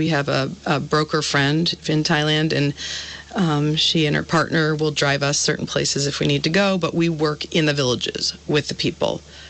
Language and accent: English; United States; We don't come in as big American